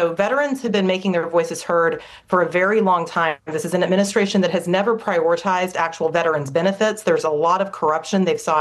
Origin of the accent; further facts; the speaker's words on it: Waco, Texas, United States; my hometown of Waco, Texas.